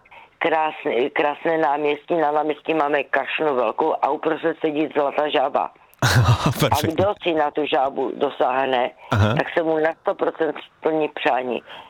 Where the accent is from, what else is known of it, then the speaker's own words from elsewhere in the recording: Zlín Region, Czechia; já pocházím z Valach původně, ale miluju Valachy.